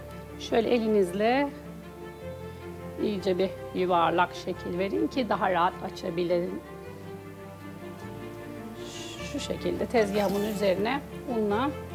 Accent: Istanbul, Turkey; Ben başta da bahsettiğim gibi doğma büyüme İstanbulluyum. Annem de aynı şekilde.

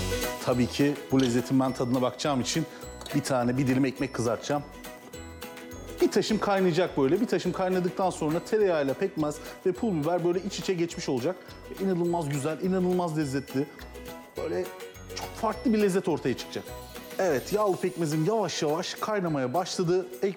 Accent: Pozantı, Adana, Turkey; Ben biliyorsunuz Adanalıyım ama Adana'nın Pozantı ilçesinde büyüdüm. Pozantı böyle Toros Dağları'nın eteklerinde olan bir yer. O yüzden kış ayları birazcık daha sert geçer.

